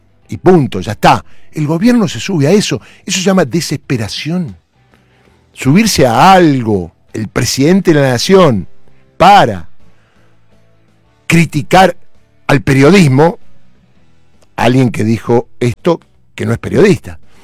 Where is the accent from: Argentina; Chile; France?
Argentina; Nos criamos así en la Argentina.